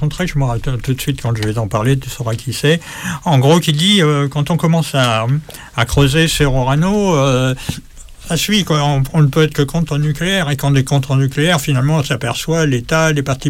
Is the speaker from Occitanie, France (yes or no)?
no; Nouvelle-Aquitaine, France; y compris même chez moi dans le Limousin, puisque on était là-bas quand on allait chercher de l'uranium avant d'aller voir en Afrique.